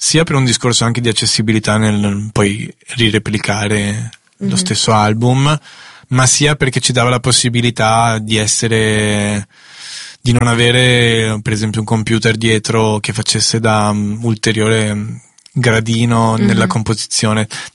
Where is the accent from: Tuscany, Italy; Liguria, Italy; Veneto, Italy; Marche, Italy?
Veneto, Italy; Venice; sono veneziano, guido coi piedi.